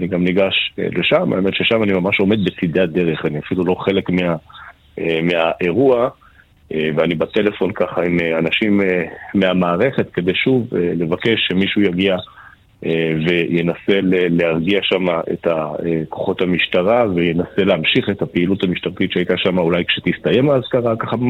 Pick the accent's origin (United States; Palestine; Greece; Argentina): Palestine; Mitzpe Yericho, West Bank; הגעתי ליישוב מצפה יריחו, שבו גדלתי